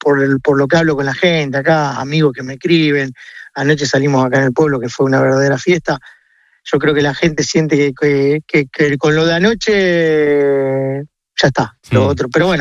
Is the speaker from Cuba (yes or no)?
no; Argentina; Bueno, como todo argentino no perdemos la esperanza